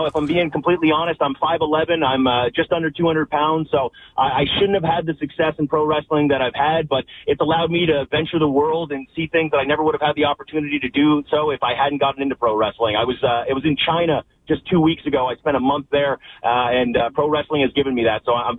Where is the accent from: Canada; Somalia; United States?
Canada; Brantford, Ontario; born there